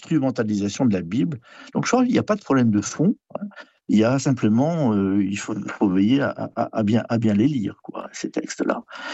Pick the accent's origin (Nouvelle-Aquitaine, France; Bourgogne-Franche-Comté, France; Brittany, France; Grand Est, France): Brittany, France; born there; Moi, je suis né en Bretagne, Je suis breton